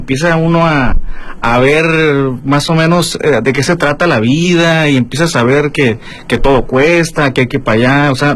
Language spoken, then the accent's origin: Spanish; La Paz, Baja California Sur, Mexico; Pues hasta aquí en toda la ciudad de La Paz, ¿no? Porque aquí es mi tierra, es donde yo nací, es donde pues yo creo que aquí me voy a morir